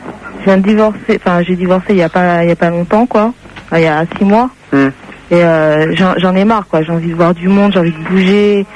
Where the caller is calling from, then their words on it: Noisiel, Île-de-France, France; Moi, je suis Noisiel, dans 77.